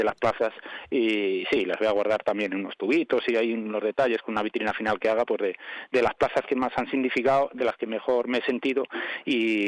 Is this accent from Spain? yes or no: yes; Zamora, Castile and León, Spain; soy de Zamora, pero entre Salamanca y Madrid mucho